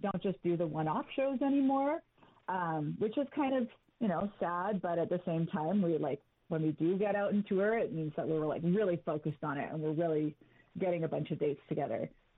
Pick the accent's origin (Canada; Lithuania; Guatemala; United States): Canada; Vancouver, British Columbia; I'm one of the singers and songwriters in … So I'm from Vancouver